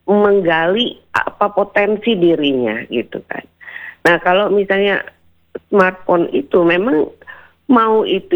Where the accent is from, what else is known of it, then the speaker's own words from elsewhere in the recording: West Java, Indonesia; jati diri kita sebagai Sunda, sebagai Indonesia